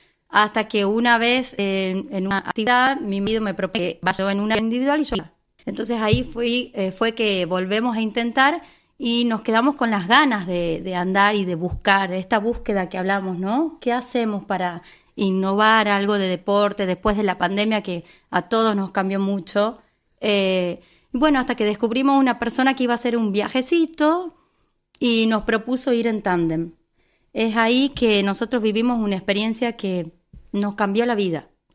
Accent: San Miguel de Tucumán, Tucumán, Argentina

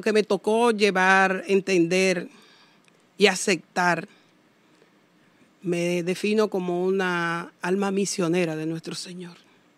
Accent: Sánchez, Samaná, Dominican Republic; Como siempre le digo, vengo de pueblo, de provincia, nací en Sánchez, una gran bendición, allá Cibao, adentro.

